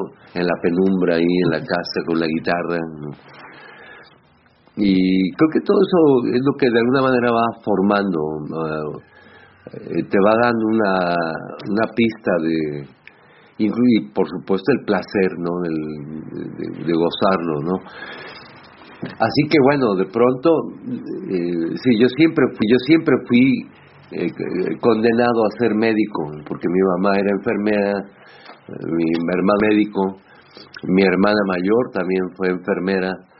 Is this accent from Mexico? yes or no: yes; Tulancingo, Hidalgo, Mexico; en mi ciudad natal, en Tulancingo, Hidalgo, México.